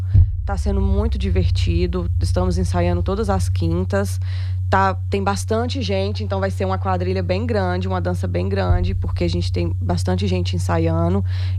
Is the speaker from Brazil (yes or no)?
yes; Tarumirim, Minas Gerais, Brazil; moved away; eu sou de Tarumirim, Minas Gerais